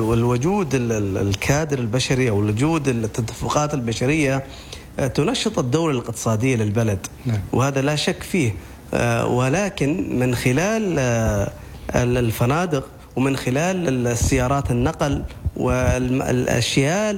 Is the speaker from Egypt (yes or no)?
no; Oman; نحن كعمانيين